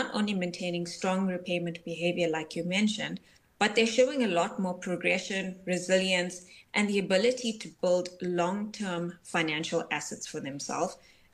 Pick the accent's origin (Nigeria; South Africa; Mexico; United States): South Africa; I think back on my personal experience as a young female growing up in South Africa.